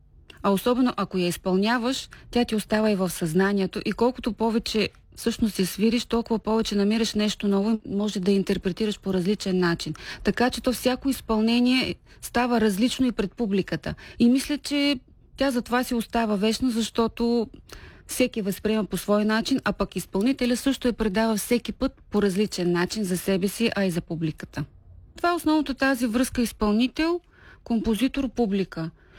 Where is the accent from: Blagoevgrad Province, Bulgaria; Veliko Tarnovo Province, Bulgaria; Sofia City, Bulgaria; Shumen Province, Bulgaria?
Shumen Province, Bulgaria; Novi Pazar; born there; moved away; аз съм родена в Нови пазар, съм живяла в Шумен